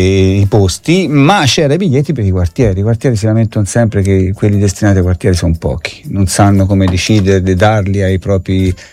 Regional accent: Rigutino, Tuscany, Italy; Ma io vengo da Rigutino, non vengo da Arezzo, capito? Io sono un rapo di Chiana, come ci chiamavate una volta.

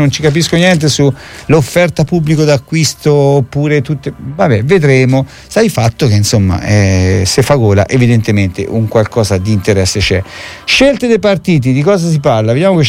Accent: Arezzo, Tuscany, Italy; noi siamo toscani, è vero, siamo aretini, ma siamo sempre toscani

